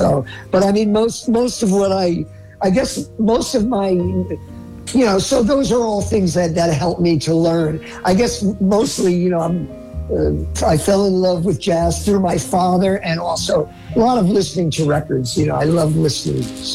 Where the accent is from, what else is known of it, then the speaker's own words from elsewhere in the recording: New Jersey, United States; I'm from New Jersey